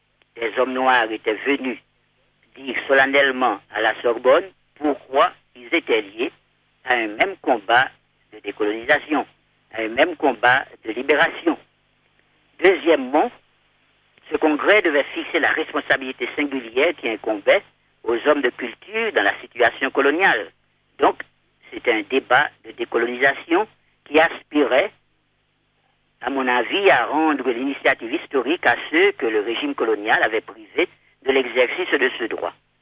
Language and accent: French; Haiti